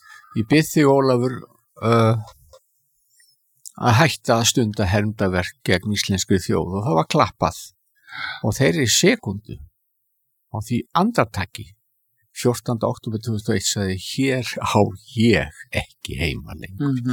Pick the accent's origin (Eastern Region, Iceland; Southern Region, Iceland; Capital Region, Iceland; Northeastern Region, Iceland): Capital Region, Iceland; Reykjavík; Ég er alinn upp í Skaftahlíðinni sem er mitt og milli þessa gamla framvallar og valsvallarins undir æsku hlíðinni.